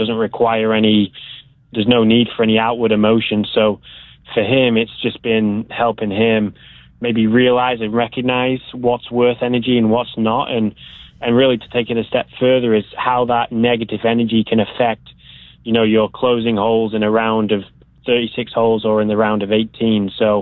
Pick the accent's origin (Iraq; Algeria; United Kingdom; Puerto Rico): United Kingdom; England; moved away as an adult; now in United States; I came over here when I was 19, but the golf that I played growing up in England is all links golf.